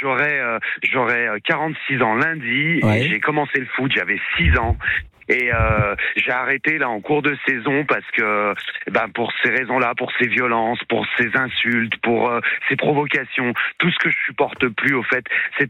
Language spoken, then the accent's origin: French; Bonifacio, Corsica, France; now in Bourg-en-Bresse, France; Parce que à la base, je viens de Bonifacio, alors du coup j'ai suivi mes parents quand j'étais plus jeune.